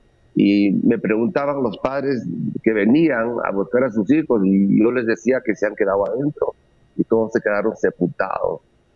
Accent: Peru; todos los peruanos tenemos esa cultura

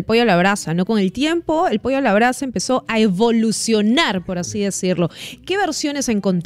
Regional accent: Peru

